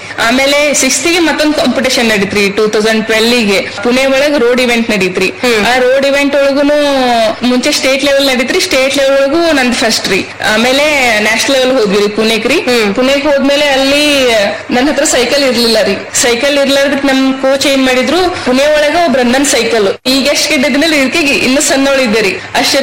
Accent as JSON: {"language": "Kannada", "region": "Karnataka", "country": "India", "tie": "born or raised there", "said": "ಮನೆಯಿಂದ ಹೊರಗ್ ಬಿದ್ದಿದ್ದೆ ಬಂದಿದ್ದೆ ಬಾಗಲಕೋಟೆ ರೀ. ಅದು ಬಿಟ್ರೆ ನಾನು ಎಲ್ಲೂ ಅಲ್ಲೇ ನಮ್ಮ ಊರ್ ನಿಯರ್ ಜಮಖಂಡಿ ಅಂತ ಹೇಳಿ ನಮ್ ತಾಲೂಕ್ ರೀ"}